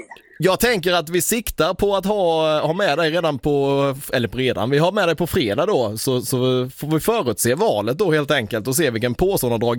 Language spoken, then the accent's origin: Swedish; Blekinge, Sweden; accent: Blekinge dialect; vi är ju i Blekinge trots allt, det är fler än jag som har svårt att säga R.